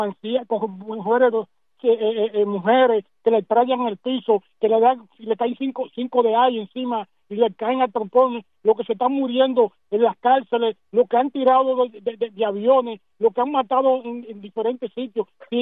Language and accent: Spanish; Dominican Republic; moved away; Yo soy dominicano